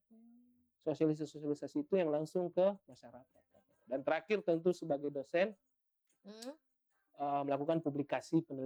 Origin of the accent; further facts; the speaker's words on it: Makassar, South Sulawesi, Indonesia; moved away as an adult; now in Kupang, Indonesia; Saya dari Makassar.